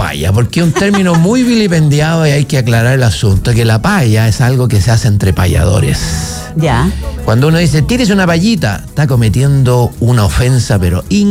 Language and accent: Spanish; Chile